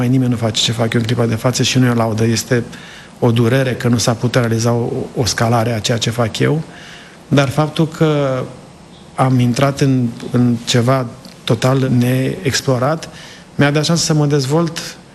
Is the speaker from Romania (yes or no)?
yes; Sibiu County, Romania; moved away as an adult; also born or lived in United States; Sunt de lângă Sibiu. Am stat lângă Copșa Mică